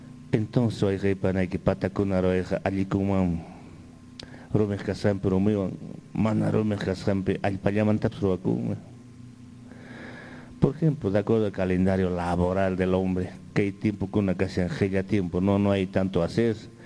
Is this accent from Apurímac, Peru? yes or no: yes; Apurímac, Peru; por mi tierra, Aymaraes, Apurímac